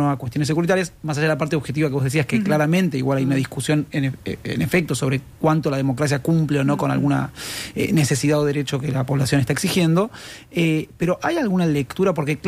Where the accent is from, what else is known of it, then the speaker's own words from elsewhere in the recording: Argentina; moved away; yo vengo de Argentina